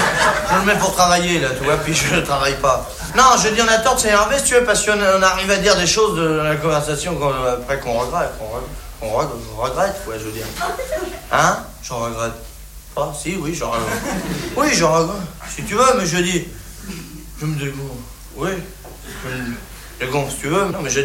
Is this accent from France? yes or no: yes; France; Ouais, bah, je suis bien placé, hein, je suis français.